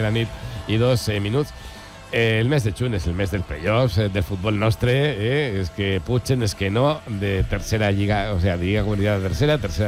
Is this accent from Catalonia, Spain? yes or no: no; Valencia, Valencian Community, Spain; born there; jo soc nascut al Capi de Casal